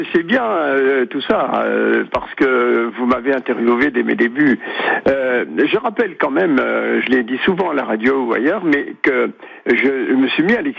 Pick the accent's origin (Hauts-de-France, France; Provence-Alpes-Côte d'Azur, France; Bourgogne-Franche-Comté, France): Bourgogne-Franche-Comté, France; cette fidélité à nos mentalités comtoises.